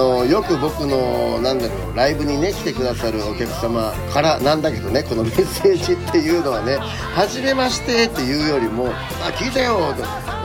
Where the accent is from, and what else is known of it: Okinawa, Japan; born or raised there